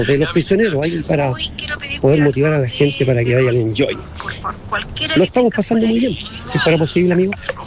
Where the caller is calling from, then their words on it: Retiro, Maule, Chile; Vivo desde Retiro reportando sintonía